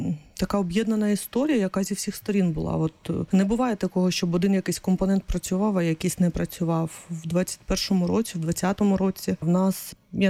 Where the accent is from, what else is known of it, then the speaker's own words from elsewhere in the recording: Mariupol, Donetsk Oblast, Ukraine; moved away as an adult; Народилася, виросла до 29 років, жила переважно в Маріуполі, але на момент 2014 року я приїхала в Запоріжжя.